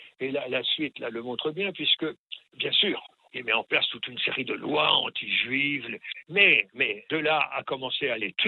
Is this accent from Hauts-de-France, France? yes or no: no; Normandy, France